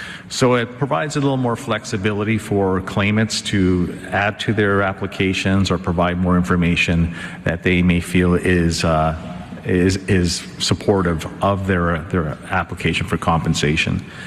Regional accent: Garden Hill First Nation, Manitoba, Canada; I am a citizen of Garden Hill First Nation.

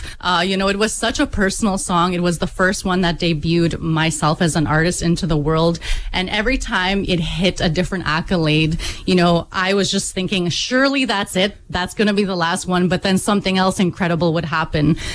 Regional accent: Cumberland House, Saskatchewan, Canada; I come from Cumberland House Cree Nation, which is in northern Saskatchewan. It's the oldest settlement, and my connection to my people, family, ceremony, community, and ancestors is at the center of who I am.

